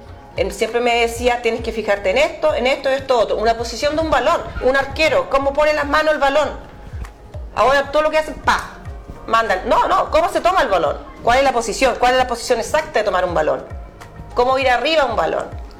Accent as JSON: {"language": "Spanish", "country": "Chile", "said": "uno siendo chilena, tener la posibilidad de representar a Chile es maravilloso."}